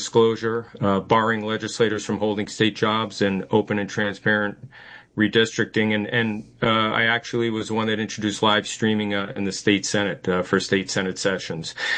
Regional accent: New England, United States; Well, I've been on a political journey. I grew up in New England in the 1960s and 70s.

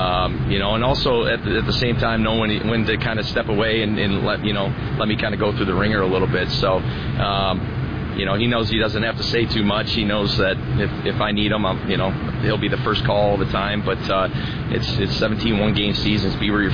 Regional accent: Michigan, United States; We grew up around Central Michigan University

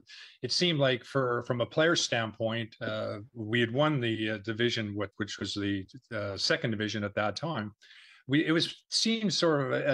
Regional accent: Canada; Obviously, you know, being Canadian was a bit of a black mark against me.

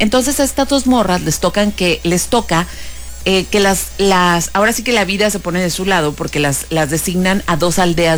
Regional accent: northern Mexico, Mexico; soy una mexicana del norte

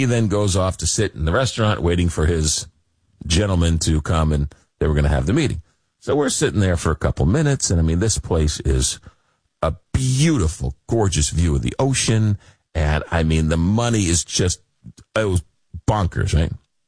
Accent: Long Island, New York, United States; But over the weekend, growing up in Long Island, New York, as kids, we would always go to the Hamptons.

